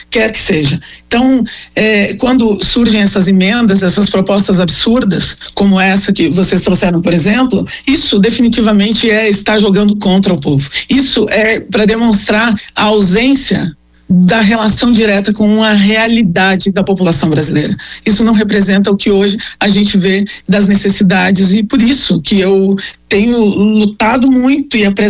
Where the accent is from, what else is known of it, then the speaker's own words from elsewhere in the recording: Porto Alegre, Rio Grande do Sul, Brazil; Eu sou uma figura que eu cresci numa ocupação aqui em Porto Alegre, numa comunidade.